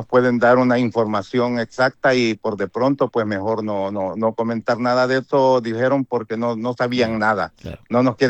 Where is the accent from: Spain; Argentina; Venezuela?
Spain; Navas del Rey, Community of Madrid; Soy de Navas del Rey, de la colonia Puente San Juan.